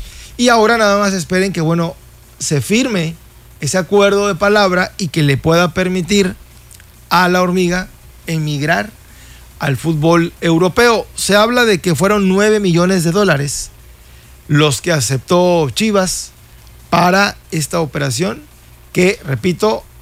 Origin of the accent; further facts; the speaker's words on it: Mexico; a lo que ocurre en México, como latinos que somos.